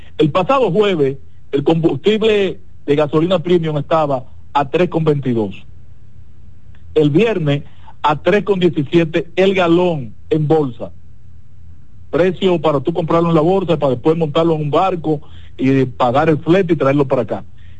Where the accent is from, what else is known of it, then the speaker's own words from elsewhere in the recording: Dominican Republic; Luis nos pidió a los dominicanos